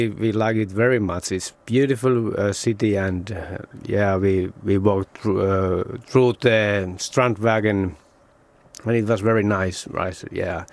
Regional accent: Oulu, North Ostrobothnia, Finland; English is a second language; I'm from Oulu, Uleåborg.

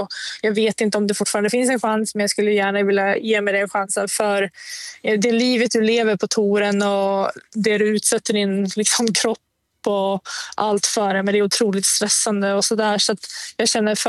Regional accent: Sweden; jag bara träffar min familj liksom hemma i Sverige en vecka senaste året.

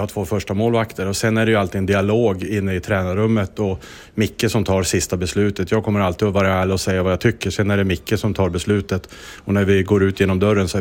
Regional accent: Boden, Norrbotten County, Sweden; now in Sundsvall, Sweden; Och jag är ju från Boden från början, det är mycket natur och skog och sådana här grejer

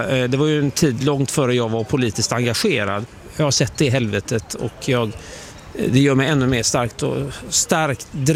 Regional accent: Gothenburg, Västra Götaland County, Sweden; vi är ett gäng göteborgare här, vi bygger vårt Göteborg tillsammans

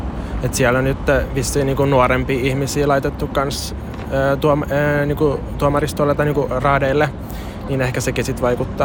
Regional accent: Helsinki, Uusimaa, Finland; 22-vuotias Helsingistä.

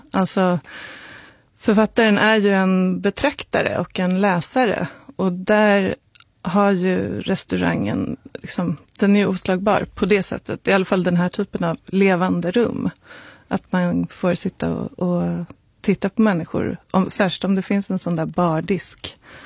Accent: Sweden; jag talade inte om att jag var svensk

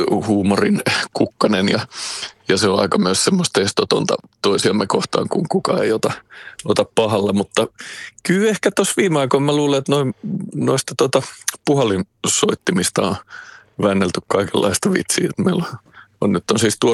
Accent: Vantaa, Uusimaa, Finland; mä Martin Laaksosta lähtöisin lähiöpoika, joka ei pahemmin koulussa viihtynyt. Ja sitten kun nykyään mä asun Porvossa, missä on tosiaan aika paljonkin ruotsinkielistä porukkaa

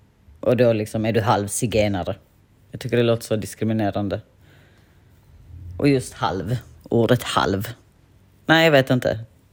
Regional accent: Sweden; Jag är lika mycket romji som jag är lika mycket svensk

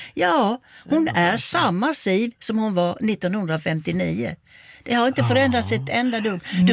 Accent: Kristianstad, Skåne, Sweden; Men jag började när jag var 6 hemma i Kristianstad.

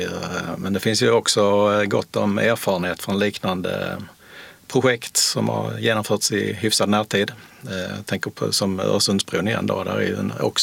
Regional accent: Skåne, Sweden; Även som skåning och i min ålder

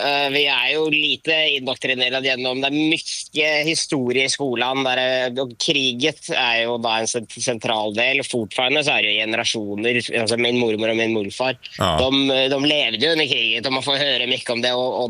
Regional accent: Norway; Ja, jag är i Oslo just nu, men nu står jag på flygplatsen och ska till Sverige, så jag är ingen bra norrman idag.

